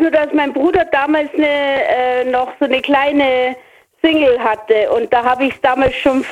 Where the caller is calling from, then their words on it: Munich, Bavaria, Germany; Jawohl, Milbertshofen.